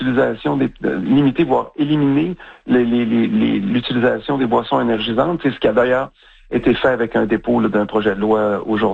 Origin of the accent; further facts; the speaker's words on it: Quebec, Canada; chez nous au Québec